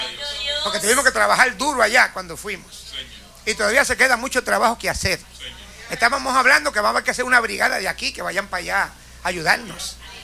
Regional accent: Puerto Rico; moved away; llevar la palabra en cada esquina, en cada rincón de mi pueblo.

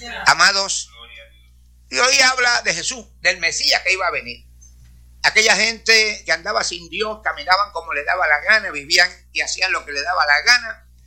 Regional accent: Puerto Rico; born there; moved away; Yo me acuerdo allá en Abra, cuando yo vivía allá en Abra, que andábamos por allí descalzo y con pantalones cortos.

